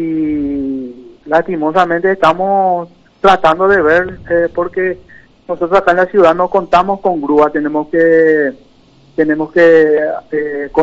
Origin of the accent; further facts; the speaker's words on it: Asunción, Paraguay; moved away; yo soy de Asunción, ¿verdad? Yo vine a asumir como jefe de la capital, yo soy, ¿verdad? Estoy hace 2 años